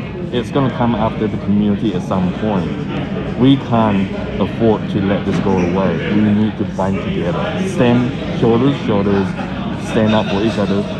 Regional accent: Christchurch, Canterbury, New Zealand; No, I'm not from Auckland. I'm from Otatahi, Christchurch.

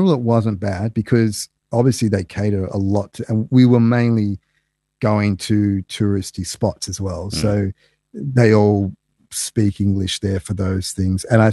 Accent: Australia; I'm from Australia and that, and they'd be like, oh, Australia.

